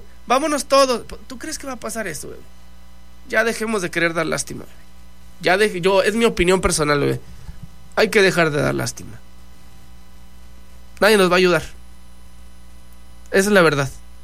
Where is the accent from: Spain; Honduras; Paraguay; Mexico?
Mexico; porque somos mexicanos